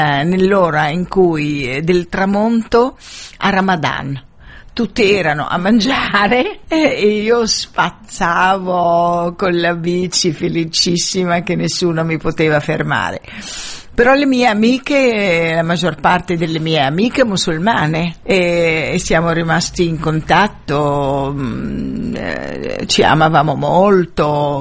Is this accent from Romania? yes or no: no; Gaza, Gaza Strip, Palestine; moved away as an adult; ma io sono nata e cresciuta a Gaza, io mi considero di palestinese di Gaza ovviamente